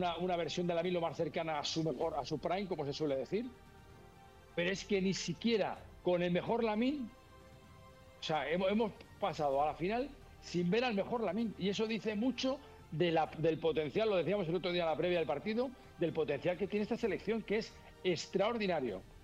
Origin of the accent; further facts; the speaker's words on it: Spain; los millones de españoles que estamos enamorados de esta selección